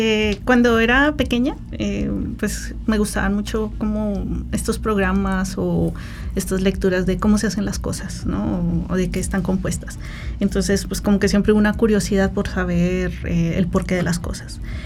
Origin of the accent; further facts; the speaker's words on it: Bogotá, Colombia; moved away as an adult; now in San Luis Potosí, Mexico; Yo soy de Bogotá, Colombia, uh-huh. Y llegué aquí a hacer el doctorado.